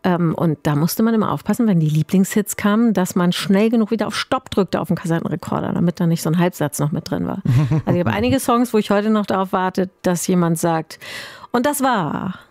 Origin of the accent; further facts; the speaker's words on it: Schleswig-Holstein, Germany; Also ich bin ja in Schleswig-Holstein aufgewachsen. NDR 2 war natürlich unsere Musiksendung abends ab 19 Uhr.